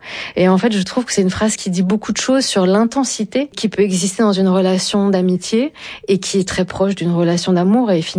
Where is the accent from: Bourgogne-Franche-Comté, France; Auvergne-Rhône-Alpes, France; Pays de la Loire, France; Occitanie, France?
Auvergne-Rhône-Alpes, France; Romans-sur-Isère; J'ai grandi là, alors pas dans les montagnes. Moi, j'ai grandi à Romans, la petite ville qui se situe à quelques kilomètres des pieds du Vercors.